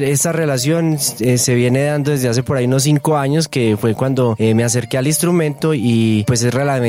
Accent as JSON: {"language": "Spanish", "region": "Coffee Axis", "country": "Colombia", "tie": "born or raised there", "said": "de pronto también en el eje cafetero, que es de donde yo vengo, escuché interpretar este instrumento."}